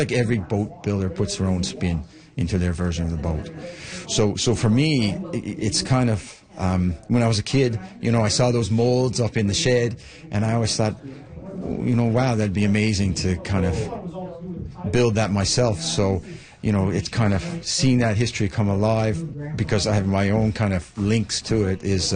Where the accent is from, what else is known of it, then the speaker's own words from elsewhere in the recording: Newfoundland and Labrador, Canada; I grew up in Newfoundland